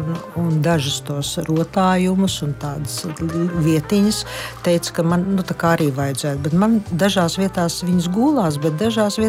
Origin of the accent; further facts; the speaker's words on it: Courland, Latvia; Es jau tā kā kurzemniece